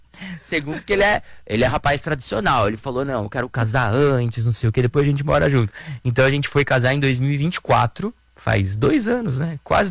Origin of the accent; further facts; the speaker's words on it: Italy; now in Brazil; Porque meu marido é português também e eu sou italiano, então a gente poderia, né, morar na Europa tranquilamente